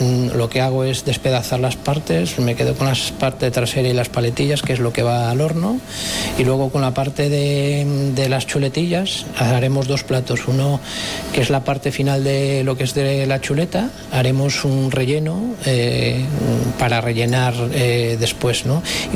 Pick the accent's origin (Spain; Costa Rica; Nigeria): Spain; Mondoñedo, Galicia; Pues nosotros somos de Mondoñedo, un pueblecito de aquí, pero...